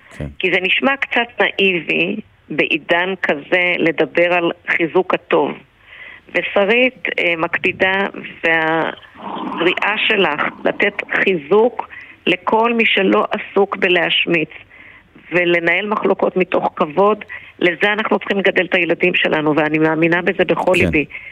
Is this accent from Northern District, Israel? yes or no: no; Beit Shemesh, Jerusalem District, Israel; אני שבאה מבית שמש ונמצאת בקריית שמונה